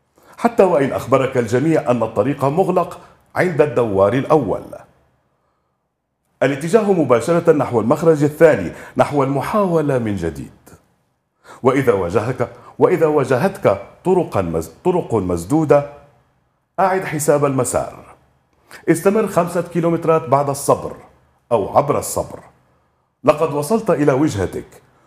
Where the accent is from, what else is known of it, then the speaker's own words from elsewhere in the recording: Syria; بالنهاية نحن موجودين سوريين بنحب هاي البلد كتير